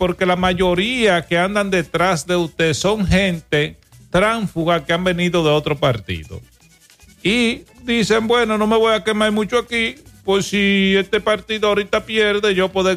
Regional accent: Dominican Republic; Dominicano, como dominicano

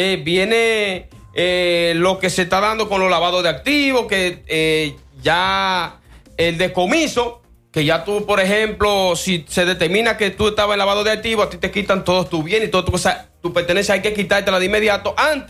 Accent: Dominican Republic

